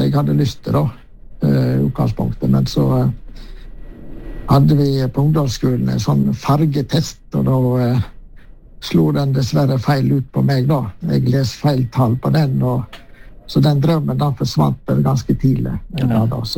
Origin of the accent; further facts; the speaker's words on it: Kinsedal, Vestland, Norway; Ja, jeg vokste opp i Kinsedal, en liten grend på Søsia, så lustringene kanskje ikke alle kjenner, men det var jo der jeg hadde min første år